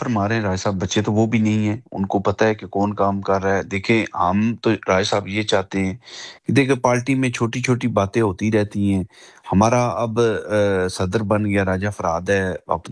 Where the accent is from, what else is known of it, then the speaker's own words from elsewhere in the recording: Rawalpindi, Punjab, Pakistan; میرا تعلق رائے صاحب پنڈی کا ہے